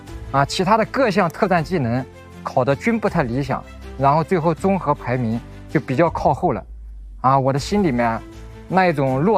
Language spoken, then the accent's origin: Chinese; Jinzhai, Anhui, China; moved away as an adult; 因为我的家乡金寨走出了59名开国将军